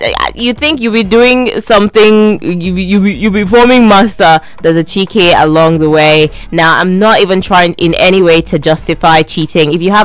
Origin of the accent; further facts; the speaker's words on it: Nigeria; One of the many, many reasons why I love being Nigerian is just our sense of humor